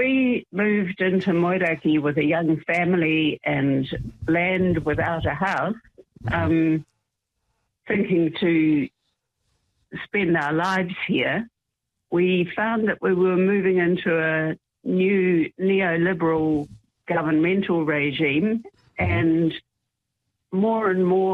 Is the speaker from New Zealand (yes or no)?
yes; Dunedin, Otago, New Zealand; moved away as an adult; now in Maraekakaho, New Zealand; I was born and raised in Dunedin and trained as a teacher there.